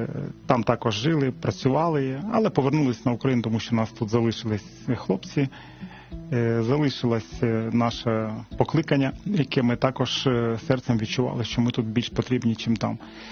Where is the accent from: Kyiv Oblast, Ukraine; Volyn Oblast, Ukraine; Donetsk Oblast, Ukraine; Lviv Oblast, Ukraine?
Kyiv Oblast, Ukraine; Hostomel; Ну, народився я в Київській області, селище Гостомель, в 1970 році. Закінчив там 10 класів і поступив в Сумський державний педагогічний університет.